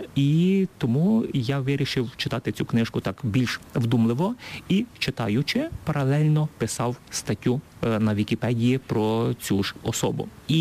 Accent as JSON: {"language": "Ukrainian", "region": "Khmelnytskyi Oblast", "country": "Ukraine", "said": "сам я із Хмельниччини"}